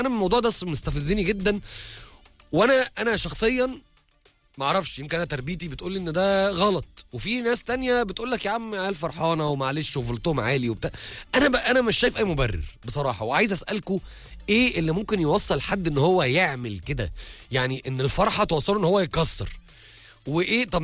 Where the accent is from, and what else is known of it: Egypt